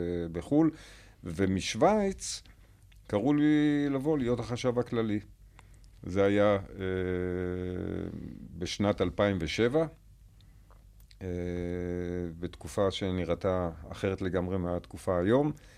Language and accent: Hebrew; Jerusalem, Jerusalem District, Israel; אני ירושלמי